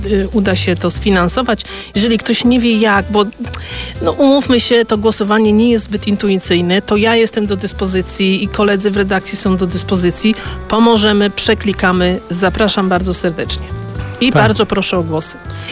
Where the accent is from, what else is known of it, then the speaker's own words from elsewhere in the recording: Masovian Voivodeship, Poland; tak, my jesteśmy z Ciechanowskiego, więc bardzo Państwa proszę również o te głosy